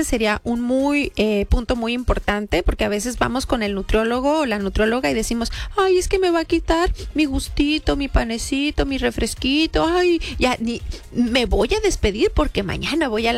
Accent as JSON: {"language": "Spanish", "country": "Mexico"}